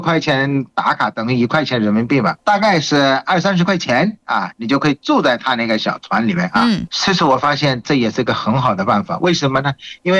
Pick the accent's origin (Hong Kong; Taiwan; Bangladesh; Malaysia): Bangladesh; Chinese is a second language; moved away; 我们孟加拉国人主要做什么？